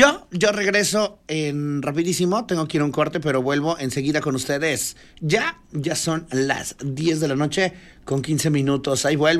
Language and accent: Spanish; Mexico; Somos mexicanos y tenemos que apoyar a los nuestros